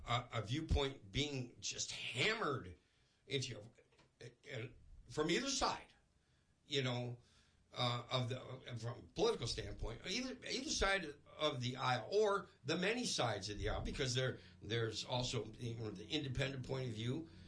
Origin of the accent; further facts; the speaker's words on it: United States; I'm part Canadian, okay, descendant, you know, type thing. I'm all American, first of all.